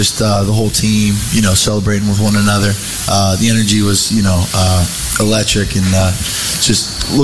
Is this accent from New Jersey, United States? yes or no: yes; Lambertville, New Jersey, United States; born there; so I was born in New Jersey, a small town called Lambertville.